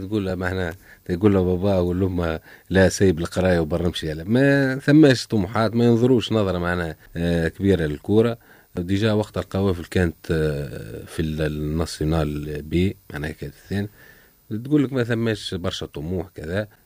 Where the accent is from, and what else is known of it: Gafsa, Gafsa Governorate, Tunisia; born there